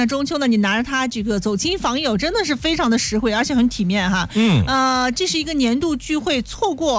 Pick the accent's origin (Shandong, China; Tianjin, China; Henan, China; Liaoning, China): Shandong, China; 咱们山东人在酒方面是很讲究的